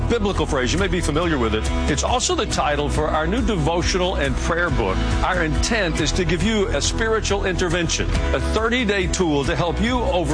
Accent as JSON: {"language": "English", "region": "the South", "country": "United States", "tie": "born or raised there"}